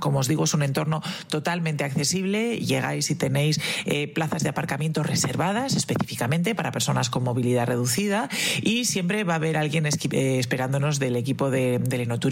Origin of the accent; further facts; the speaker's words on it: La Rioja, Spain; nosotros somos riojanos